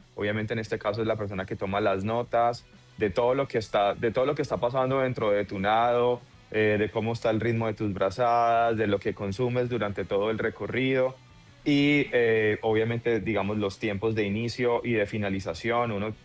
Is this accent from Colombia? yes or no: yes; Colombia; en este momento yo estoy representando a Colombia porque pues soy nadador colombiano.